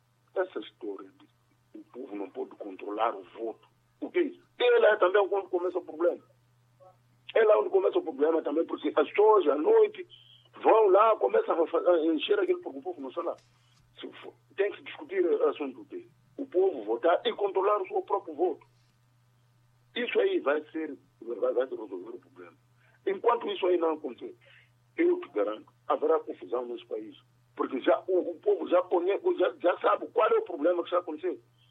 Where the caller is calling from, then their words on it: Maputo, Maputo City, Mozambique; falo de Maputo.